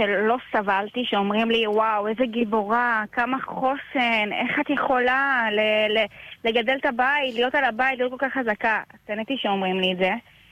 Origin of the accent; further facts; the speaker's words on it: Beersheba, Southern District, Israel; נכון, אז אנחנו מבאר שבע, יש לנו שלושה ילדים